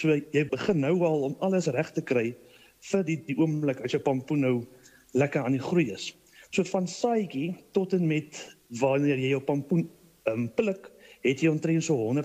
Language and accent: Afrikaans; Meyerton, Gauteng, South Africa; Ek is afkomstig van Meyerton hier in die Midvaal omgewing Gauteng area, ja.